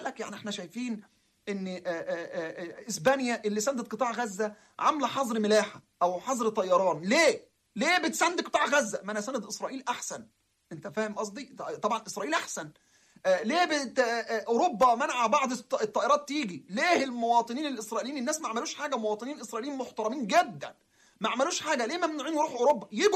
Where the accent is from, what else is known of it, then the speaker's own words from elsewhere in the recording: Egypt; زي ما المناهج التعليمية عندنا في مصر اتغيرت